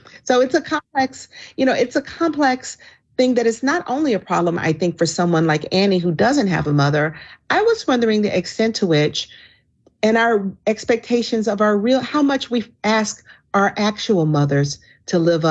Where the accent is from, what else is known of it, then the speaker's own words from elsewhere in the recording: the South, United States; You know, as a Southerner, everyone's always saying, oh, you know, Southern families are such great storytellers.